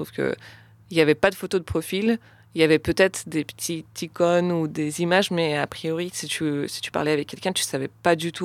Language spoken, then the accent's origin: French; Russia; moved away; Parce que moi, j'ai grandi en Russie